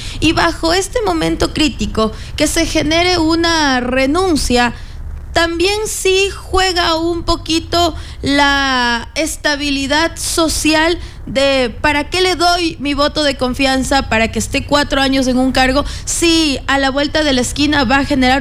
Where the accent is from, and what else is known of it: Ecuador